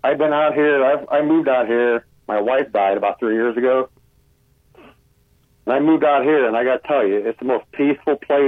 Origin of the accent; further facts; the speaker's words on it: Ohio, United States; But I'm from Summit County. I'm from Athens, Tiger Falls area.